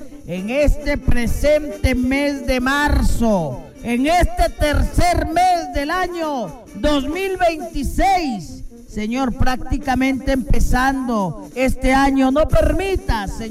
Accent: Salas, Lambayeque, Peru; Yo vengo desde Salas, Chiclayo, norteño a pura cepa, orgullo peruano, señor.

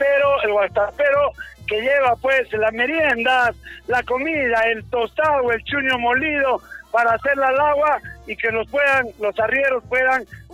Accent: Viraco, Arequipa, Peru; hoy venimos todo el pueblo de Viraco, venimos a saludar, hemos venido de nuestra tierra

